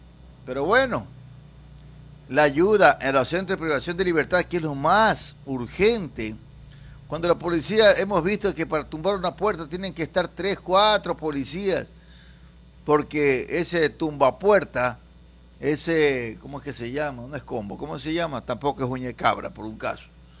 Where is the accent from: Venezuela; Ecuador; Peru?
Ecuador; nosotros, como ecuatorianos